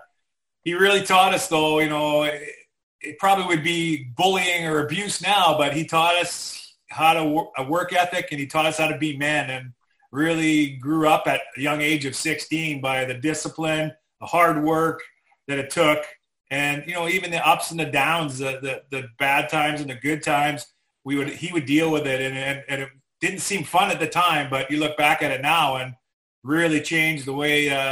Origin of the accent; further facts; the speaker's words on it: Western Canada, Canada; the arenas were just being built around here, so everybody played hockey. It was a mill town, a sawmill.